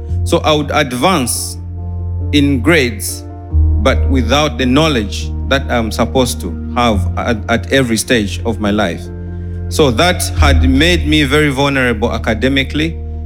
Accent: United Kingdom; I come from United Kingdom. I come from a very humble background. I was born premature, around 6 months.

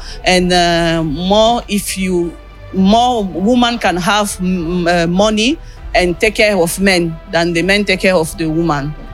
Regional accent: Belgium; I come from Belgium.

